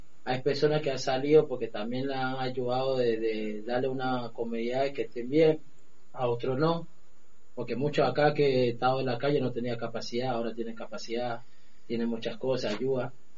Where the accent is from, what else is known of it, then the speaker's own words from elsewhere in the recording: Colombia; vengo de Colombia